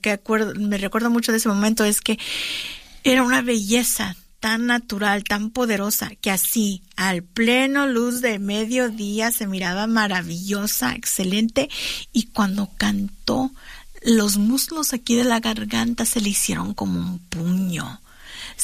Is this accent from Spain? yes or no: no; California, United States; Muy diferente a esa identidad que tenemos nosotras como chicanas aquí en California, pero para mí es una hermana. Los tejanos son mis hermanos porque somos nacidos aquí.